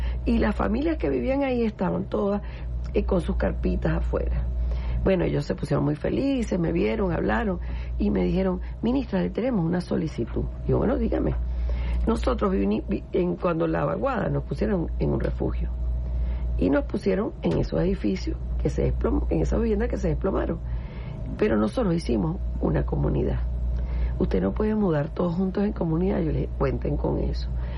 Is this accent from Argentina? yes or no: no; Venezuela